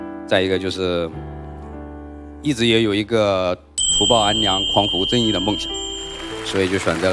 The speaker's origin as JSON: {"language": "Chinese", "region": "Hunan", "country": "China", "said": "我是湖南人。"}